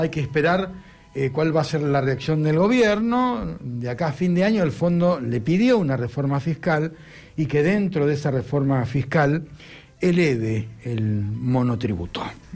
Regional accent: Argentina; Y porque somos argentinos, somos criollos.

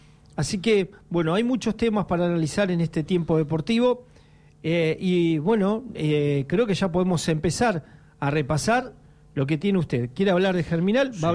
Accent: Argentina; No, sí, seguro, como argentinos es un día triste.

